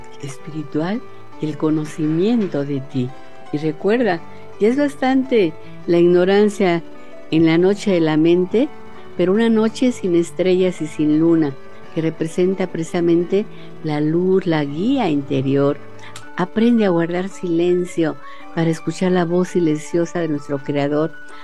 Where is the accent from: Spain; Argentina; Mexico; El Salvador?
Mexico; somos todos mexicanos